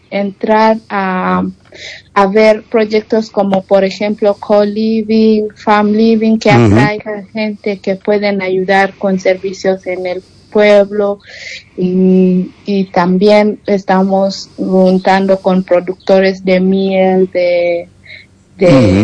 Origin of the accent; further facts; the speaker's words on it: Eldoret, Uasin Gishu County, Kenya; Spanish is a second language; now in Galicia, Spain; venimos de este lugar que se llama El Doret, la ciudad.